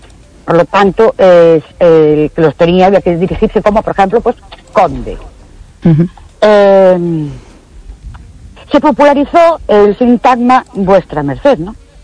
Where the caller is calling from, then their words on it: Ourense, Galicia, Spain; de Orense.